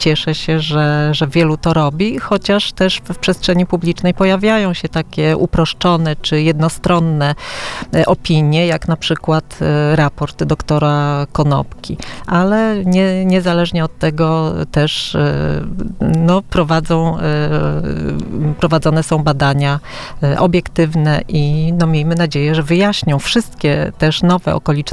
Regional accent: Warsaw, Masovian Voivodeship, Poland; z racji, że jestem warszawianką od urodzenia, jestem związana

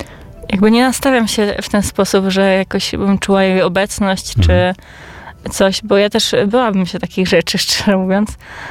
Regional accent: Libiąż, Lesser Poland, Poland; My pochodzimy z Libiąża, to jest mała miejscowość między Krakowem a Katowicami w Małopolsce Zachodniej.

